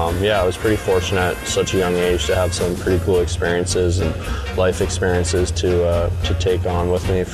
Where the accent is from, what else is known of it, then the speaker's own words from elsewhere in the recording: Summerside, Prince Edward Island, Canada; I really enjoyed my childhood growing up in Summerside. We had a great minor hockey program that was run.